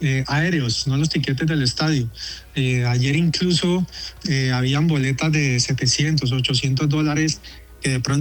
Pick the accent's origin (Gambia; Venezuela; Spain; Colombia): Colombia; creo que nosotros como colombianos futboleros pues arrastramos de pronto con otra parte histórica